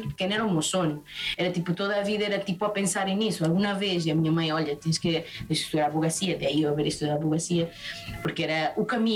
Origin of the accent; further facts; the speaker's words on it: Pucallpa, Ucayali, Peru; E, por acaso, de onde eu sou, que é Pucallpa, é o rio Ucayali.